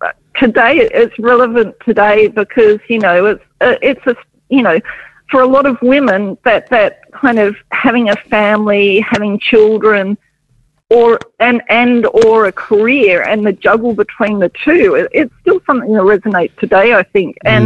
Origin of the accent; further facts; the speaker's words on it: Hobart, Tasmania, Australia; growing up in Tasmania. I grew up in Hobart, actually in Battery Point, and I was surrounded by history.